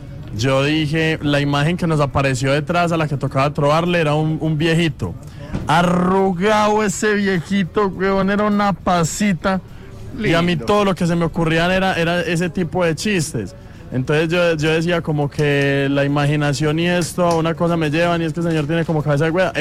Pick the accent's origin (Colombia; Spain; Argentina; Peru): Colombia; Sonsón, Antioquia; o Libertad que perfuma las montañas de mi tierra, y es como que yo una vez me vuelvo a Sonsón, me siento dentro del maíz, dentro de los maizales.